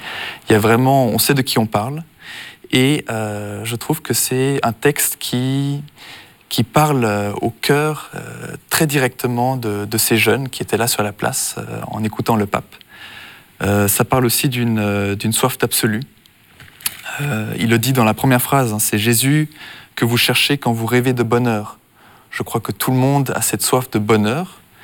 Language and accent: French; Switzerland; born there; Donc, je suis de nationalité luxembourgeoise. Je suis né en Suisse.